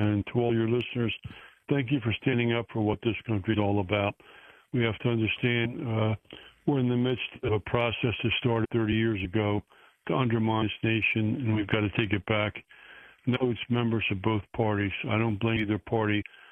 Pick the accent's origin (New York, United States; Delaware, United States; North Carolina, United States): Delaware, United States; Joe Biden actually grew up in the town next to me in Claymont, Delaware. I grew up in Missouk.